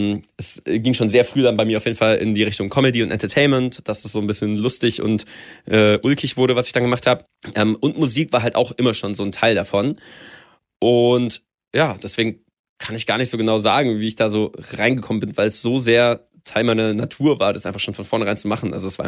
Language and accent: German; Baden-Württemberg, Germany; Erstmal so da lokal in dem Dorf, wo ich aufgewachsen bin. In Nähe von Stuttgart tatsächlich.